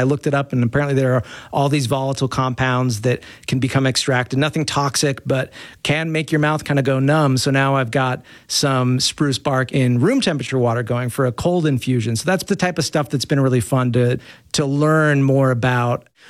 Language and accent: English; Utah, United States; I was raised quite religious. You know, I'm from Utah. I was raised Mormon